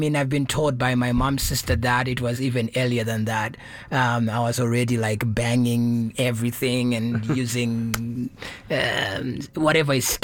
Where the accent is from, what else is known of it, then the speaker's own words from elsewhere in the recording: Harare, Zimbabwe; So, I'm from Zimbabwe in Harare, the capital city.